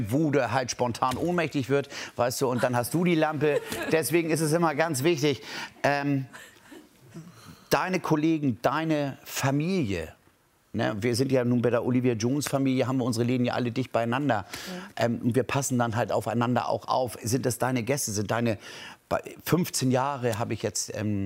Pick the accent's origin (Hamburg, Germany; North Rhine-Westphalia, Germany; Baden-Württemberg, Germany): Hamburg, Germany; Oh, ich glaube, ich war 15. Als Hamburger Jung und dann Freunde auf der Eisbahn.